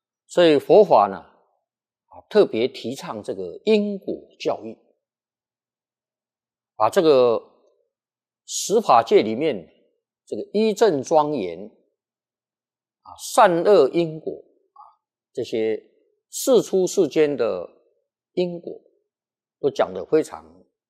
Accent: China; 我们讲忏悔，在我们中国人讲叫改过。

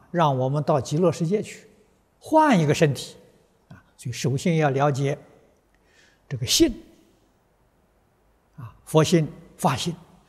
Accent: China

